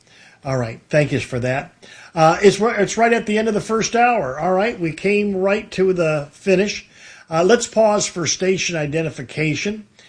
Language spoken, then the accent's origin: English; Detroit, Michigan, United States; moved away as an adult; also born or lived in Mount Clemens, Michigan / Novi, Michigan; now in Houston, United States; was born in Mount Clemens, and I was raised in downtown Detroit. I went to Cass Tech High School, and then when I left the city, I was living in Novi.